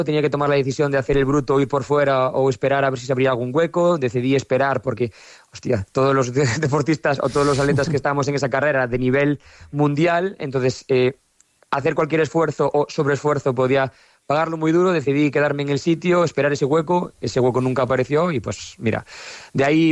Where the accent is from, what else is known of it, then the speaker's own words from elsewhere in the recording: Galicia, Spain; Sí, a ver, soy muy gallego, entonces cada vez que tengo la oportunidad de poder correr en casa, no la malgasto.